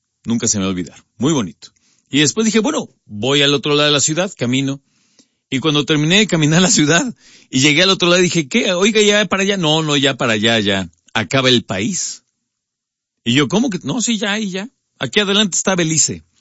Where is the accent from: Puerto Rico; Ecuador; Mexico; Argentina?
Mexico; Mexico City; Yo creo que los capitalinos somos especiales